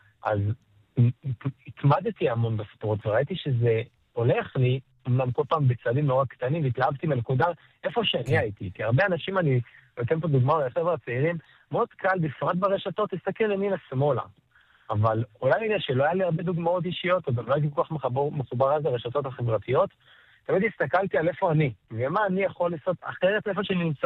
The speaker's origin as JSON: {"language": "Hebrew", "town": "Jerusalem", "region": "Jerusalem District", "country": "Israel", "said": "אני ירושלמי גם"}